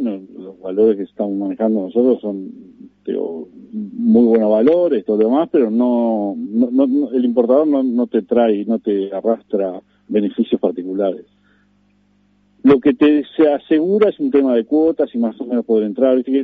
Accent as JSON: {"language": "Spanish", "country": "Uruguay", "said": "nosotros como uruguayos"}